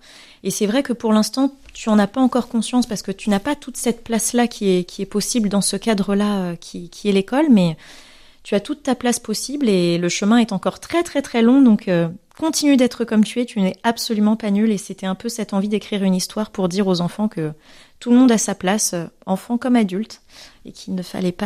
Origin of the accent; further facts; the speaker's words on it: Madagascar; born there; also born or lived in Alsace; je suis née à Madagascar, mais j'ai beaucoup voyagé ensuite entre l'Alsace et l'océan Indien.